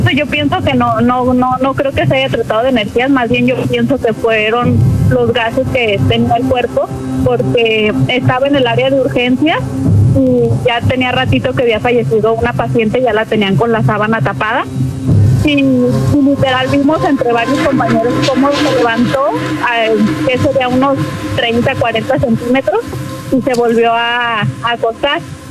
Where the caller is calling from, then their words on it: Guadalajara, Jalisco, Mexico; Soy de Guadalajara, les acabo de hablar.